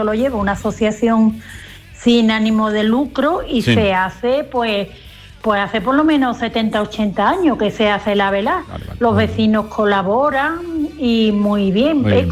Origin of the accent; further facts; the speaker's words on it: Bollullos Par del Condado, Andalusia, Spain; en mi pueblo, en Boyullo Villanueva, del Juan, Condado, pues se hace una vela que dura 4 días